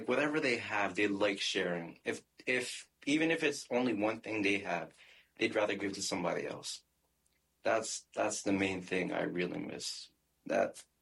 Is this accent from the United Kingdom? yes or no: no; Sudan; English is a second language; now in Albany, United States; I am originally from Sudan, which is a country in Northeast Africa, and I came here for February 2021.